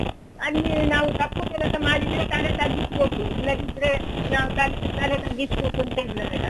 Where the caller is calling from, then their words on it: Puttur, Karnataka, India; ನಾನು ಪುತ್ತೂರಿನಿಂದ